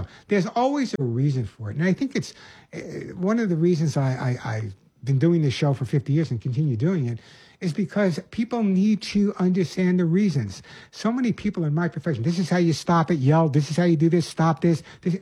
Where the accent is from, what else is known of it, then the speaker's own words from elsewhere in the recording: Oceanside, New York, United States; also born or lived in Bronx, United States / Queens, United States; I was born in the Bronx, grew up part of my life in Queens in Rockaway Beach, and then most of my time on Long Island in Oceanside.